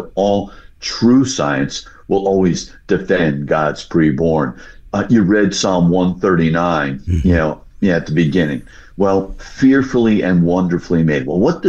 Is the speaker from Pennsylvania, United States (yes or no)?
no; New Jersey, United States; moved away as an adult; also born or lived in Florida; I grew up in New Jersey. I was blessed to grow up in a God-fearing Christian home.